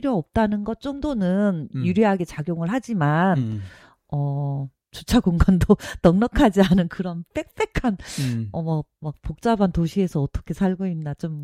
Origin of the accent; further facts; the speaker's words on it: Jeonju, North Jeolla, South Korea; 저희 고향인 전주